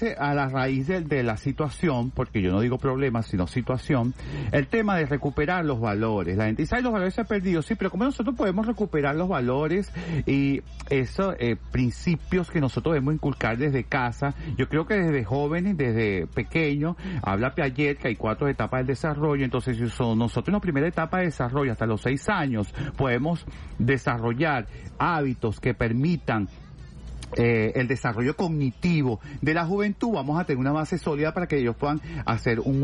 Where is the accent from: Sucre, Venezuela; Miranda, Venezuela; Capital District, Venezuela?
Sucre, Venezuela; por toda la obra trascendental que él nos dejó y que nos sigue inspirando como sucrense y como venezolano.